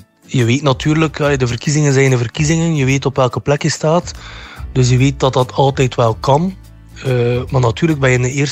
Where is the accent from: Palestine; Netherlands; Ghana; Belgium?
Belgium; Menen, Flanders; Ik ben 35 jaar, geboren en getogen in Menen.